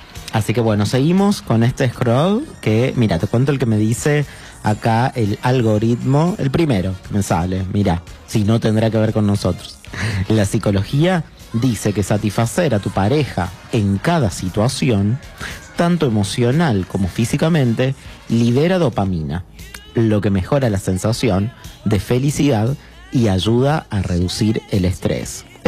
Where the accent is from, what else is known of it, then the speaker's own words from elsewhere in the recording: Buenos Aires, Argentina; born there; Nací en Buenos Aires, siempre lo digo, Capital Federal, que siempre hubo ahí como una pelea y conflicto entre Chilecito y Buenos Aires